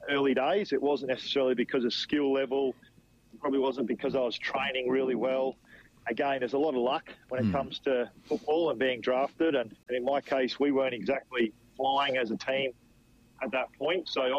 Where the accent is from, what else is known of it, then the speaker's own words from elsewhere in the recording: Northampton, Western Australia, Australia; moved away as an adult; also born or lived in Geraldton; growing up in Northampton